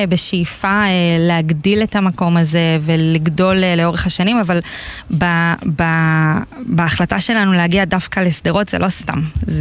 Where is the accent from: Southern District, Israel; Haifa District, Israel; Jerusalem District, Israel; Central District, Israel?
Southern District, Israel; Meitar; now in Beersheba, Israel; אני, כן, אני אישית לא מהעוטף. אני גדלתי במיתר ואני היום בבאר שבע, אבל המשפחה שלי מקיבוץ מגן ומקיבוץ בארי, משיבולים וגיבולים.